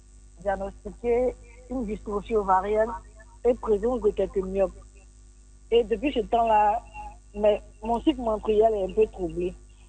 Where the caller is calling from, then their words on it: Niamey, Niger; je suis à Niamey.